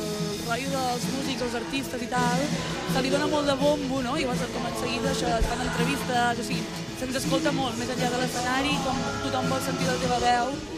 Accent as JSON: {"language": "Catalan", "town": "Arbúcies", "region": "Catalonia", "country": "Spain", "said": "nosaltres som d'Arbúcies, d'un poble del Montseny"}